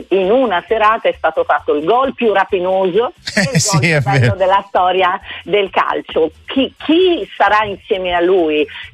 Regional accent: Milan, Lombardy, Italy; now in Naples, Italy; Io non sono napoletana, sono milanese, però ormai da 36 anni abito a Napoli, quindi mi sento napoletana.

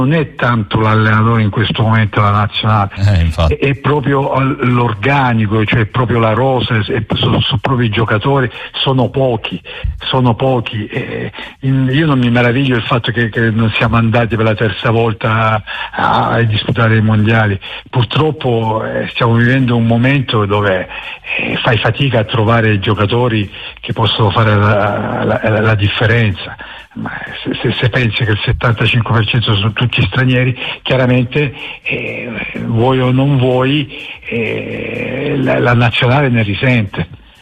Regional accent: Southern Italy, Italy

